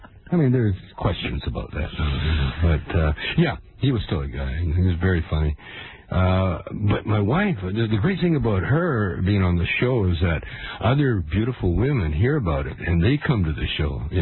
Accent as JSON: {"language": "English", "country": "Canada", "said": "I'm Canadian."}